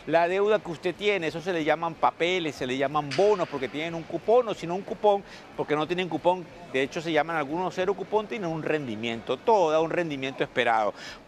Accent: Venezuela; Yo personalmente como venezolano

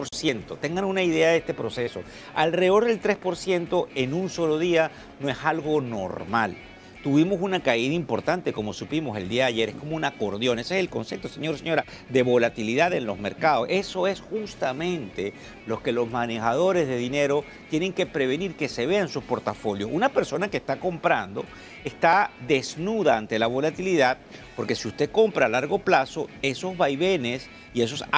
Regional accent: Venezuela; accent: Venezuelan; porque a veces no se comprende por la rapidez del lenguaje mío, porque mi acento es venezolano

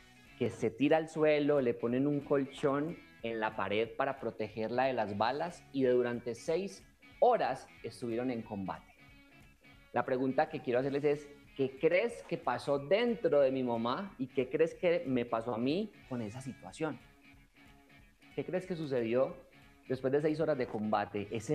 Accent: Colombia; vengo de Colombia, bueno, que mi acento me revela, vengo de Colombia de un contexto de mucha violencia.

